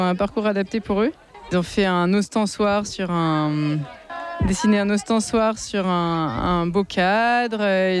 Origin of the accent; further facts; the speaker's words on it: Rennes, Brittany, France; now in Versailles, France; Moi, je suis rennaise à la base